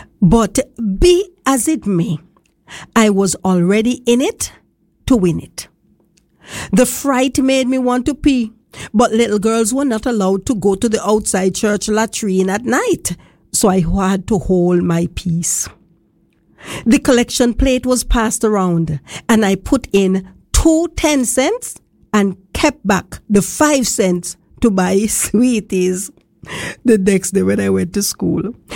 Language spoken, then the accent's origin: English; Harris, Montserrat; this short story is based on my experience as a child growing up in Harris's and going to that same church.